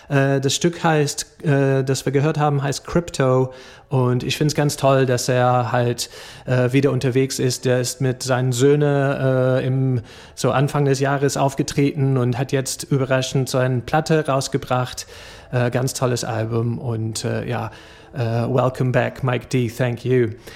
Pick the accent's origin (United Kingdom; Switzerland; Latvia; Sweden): United Kingdom; Scotland; German is a second language; Ich bin in Schottland aufgewachsen und solche Musik hätte man auch auf so einen Ceilidh hören können.